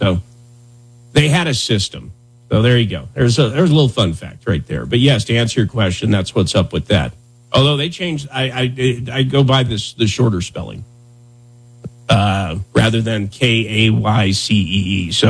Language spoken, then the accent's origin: English; Johnson County, Wyoming, United States; Johnson, which is the county I grew up in Wyoming